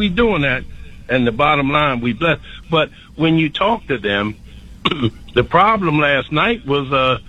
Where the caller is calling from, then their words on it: Philadelphia, Pennsylvania, United States; No, I think … from Philadelphia.